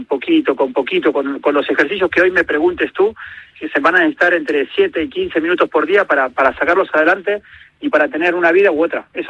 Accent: Spain; moved away; yo hace nada vine de España y hace 25 años

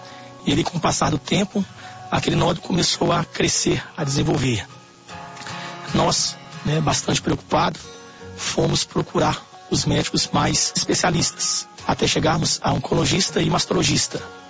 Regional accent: Belo Horizonte, Minas Gerais, Brazil; Eu sou da cidade de Belo Horizonte, pertenço à Igreja Pentecostal Deus e Amor.

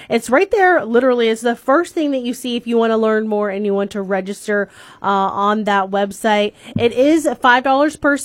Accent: New Philadelphia, Ohio, United States; And it could also be because I grew up in New Philadelphia.

